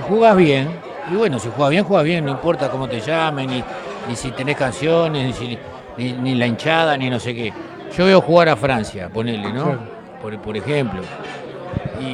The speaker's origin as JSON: {"language": "Spanish", "country": "Uruguay", "said": "obviamente como uruguayo quería que no fuera bien."}